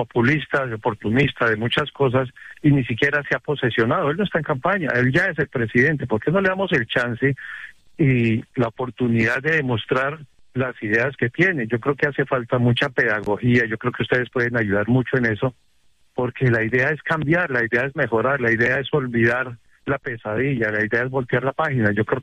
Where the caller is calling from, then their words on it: Bogotá, Colombia; no soy de Barranquilla, pero soy de Bogotá.